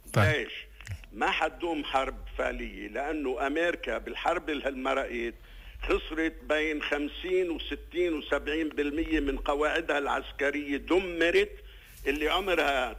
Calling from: Lebanon; نحن كلبنانيين

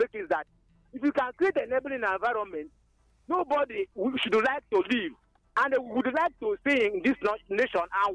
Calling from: Nkomoro, Ebonyi, Nigeria; I am reporting from Nkomoro in the Ezekon Autonomous Community.

